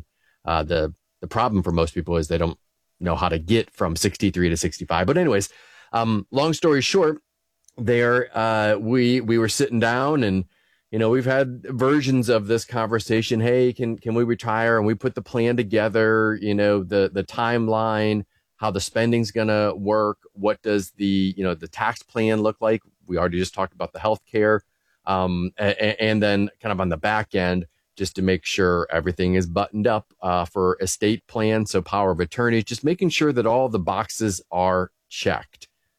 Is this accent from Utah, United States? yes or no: no; Ohio, United States; born there